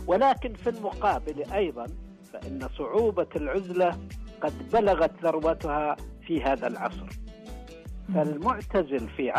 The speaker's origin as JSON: {"language": "Arabic", "town": "Marat", "region": "Riyadh Province", "country": "Saudi Arabia", "tie": "born there", "said": "لمدة 7 سنوات في مزرعة في مسقط رأسي بمحافظة مرات، وما زلت."}